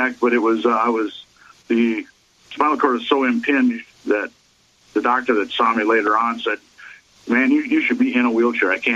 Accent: Wisconsin, United States; I'm from Wisconsin.

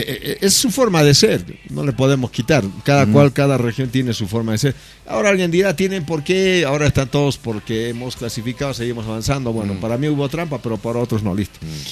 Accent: Argentina; Yo argentino, ¿viste?

